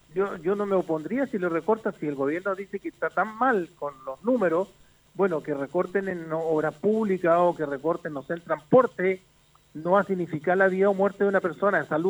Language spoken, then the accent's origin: Spanish; Castro, Los Lagos, Chile; soy de Castro, vivo en Chiloé y estoy representando a mi vecino de Chiloé.